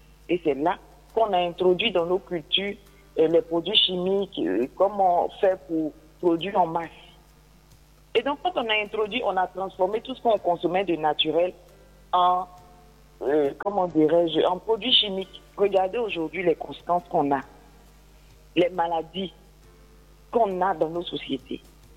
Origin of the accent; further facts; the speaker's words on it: Côte d’Ivoire; comme on pourrait le dire chez nous en Côte d'Ivoire.